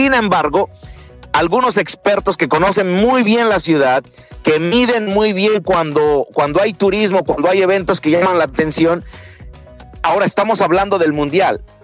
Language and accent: Spanish; Mexico; nosotros como mexicanos